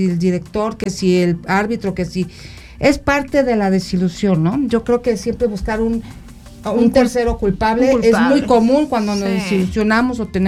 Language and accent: Spanish; Mexico; nos tiene que dar este partido como mexicanos